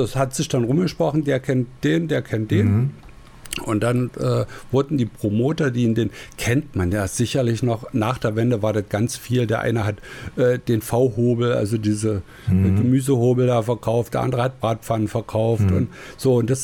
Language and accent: German; Zwickau, Saxony, Germany; Ja, ja, wir hatten eine Tanzschule bei uns in Zwickau und da gab es ein großes Kulturhaus.